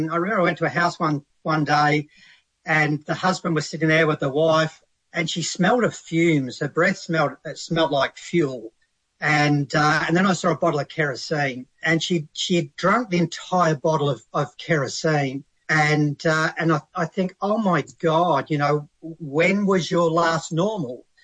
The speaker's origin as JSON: {"language": "English", "country": "Australia"}